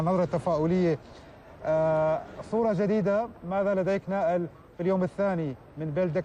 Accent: Syria; نلمس اليوم كسوريين هذا التغيير

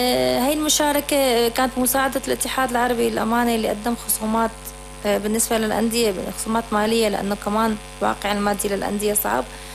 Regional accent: Syria; عندنا بسوريا

